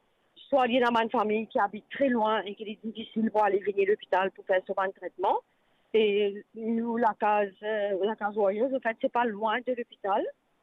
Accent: Mauritius; j'étais en difficulté quand je suis de Maurice.

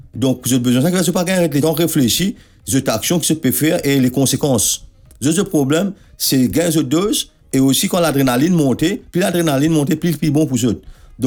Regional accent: Mauritius; Mais en tant que Mauricien, en tant que citoyen, moi, je n'ai pas le droit de laisser mon pays brûler.

